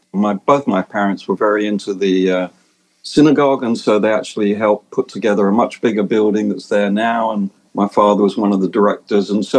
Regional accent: London, United Kingdom; I'm from North London originally, in a place called Mill Hill. That's where I grew up.

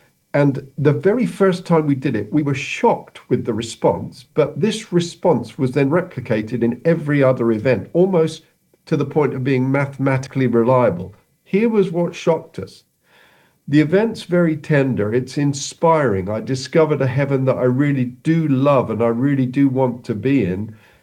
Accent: Tanzania; also born or lived in Fareham, United Kingdom; I was born in Fareham in Hampshire. But then as a child, I grew up in what is now Tanzania, East Africa.

